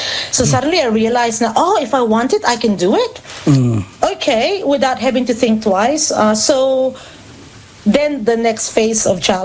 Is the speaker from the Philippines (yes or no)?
yes; Philippines; now in New Zealand; I think that shaped me as a person, as a Filipino in Aotearoa, because I was basically thrown into it